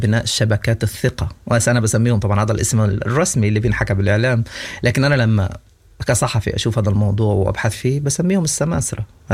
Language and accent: Arabic; Sudan; now in Germany; لكن أنا كواحد الآن مثلا، … سوداني عايش في ألمانيا،